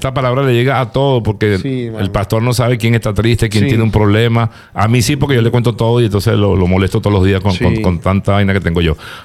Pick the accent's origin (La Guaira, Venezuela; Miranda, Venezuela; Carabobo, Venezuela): La Guaira, Venezuela; Desde mi tierra, desde La Guaira.